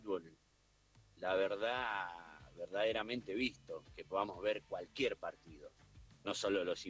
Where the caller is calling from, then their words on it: Argentina; de Suárez, hincha de River.